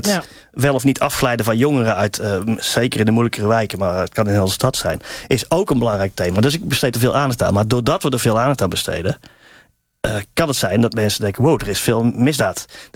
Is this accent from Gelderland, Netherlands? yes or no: no; Tilburg, North Brabant, Netherlands; accent: soft g; now in Amsterdam, Netherlands; Ik voel me wel een Amsterdammer. Mijn Tilburger in Amsterdam.